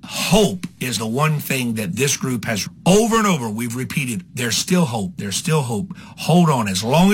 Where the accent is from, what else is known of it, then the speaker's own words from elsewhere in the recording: Louisiana, United States; I grew up in South Louisiana.